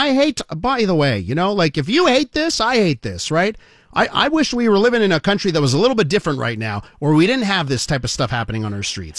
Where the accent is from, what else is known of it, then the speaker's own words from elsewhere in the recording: Canada; We don't want that here in Canada. We're in Canada. We're all Canadian.